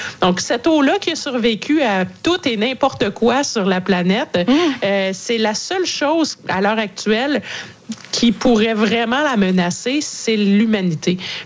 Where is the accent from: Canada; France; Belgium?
Canada; chez nous, au Canada